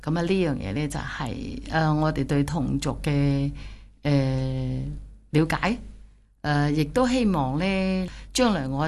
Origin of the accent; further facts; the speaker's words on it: Foshan, Guangdong, China; 刻出嚟我哋佛山人讲嘅叫做站纸，站公仔纸站纸。以前在我们佛山地区是很流行的